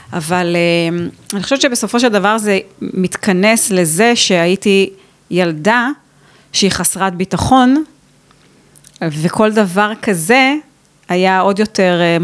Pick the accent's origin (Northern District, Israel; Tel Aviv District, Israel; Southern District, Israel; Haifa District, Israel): Haifa District, Israel; Kiryat Haim; גדלתי אז בקריית חיים עד גיל 12